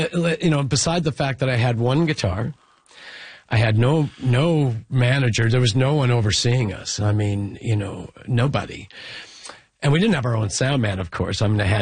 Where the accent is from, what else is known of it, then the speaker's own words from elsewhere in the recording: Regina, Saskatchewan, Canada; And then we did the same thing the next night in my hometown of Regina. And now I'm in my hometown with like people I knew in the audience